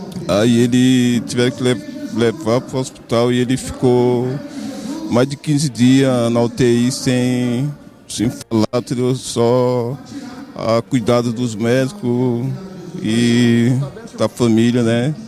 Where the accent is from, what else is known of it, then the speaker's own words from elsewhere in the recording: Santana de Parnaíba, São Paulo, Brazil; Santana de Parnaíba.